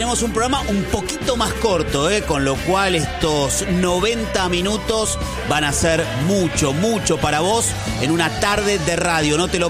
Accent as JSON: {"language": "Spanish", "country": "Argentina", "said": "Somos más argentinos que nunca."}